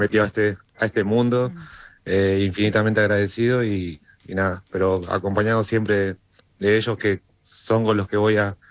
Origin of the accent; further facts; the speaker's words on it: Florencio Varela, Buenos Aires Province, Argentina; yo soy de Francio Varela, entonces por suerte me quedaba cerca.